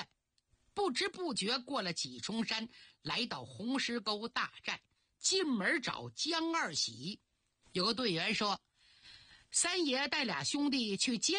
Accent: Northeast China, China; 磕巴是我们东北话

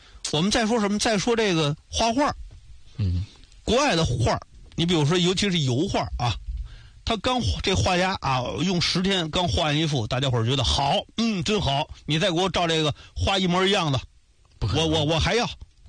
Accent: China; 那我们中国人就如你刚才所说，有一些艺术的东西是不能被替代的。

